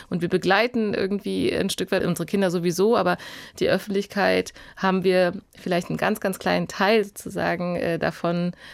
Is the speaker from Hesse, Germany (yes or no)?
yes; Frankfurt, Hesse, Germany; ich bin hier in Frankfurt aufgewachsen, in einem sehr religiösen Kontext